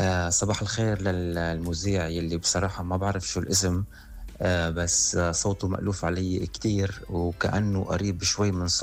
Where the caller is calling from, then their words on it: Tartus Governorate, Syria; أنا من سوريا،